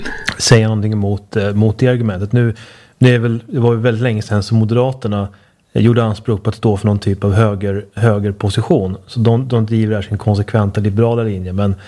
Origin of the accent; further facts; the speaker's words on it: Sweden; now in Budapest, Hungary; det tycker man ju som svensk är väldigt så här, kanske gammalmodigt och irriterande. Och jag har ju faktiskt, jag har konstaterat en gång att det är skönt att bo i Budapest